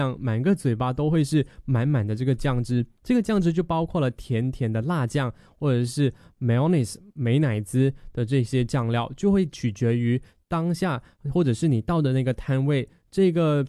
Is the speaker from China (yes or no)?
no; Malaysia; 我们马来西亚人